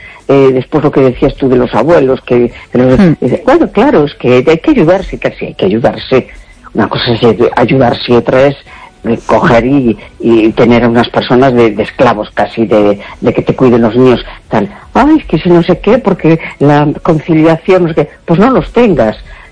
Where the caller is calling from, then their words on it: A Coruña, Galicia, Spain; de La Coruña.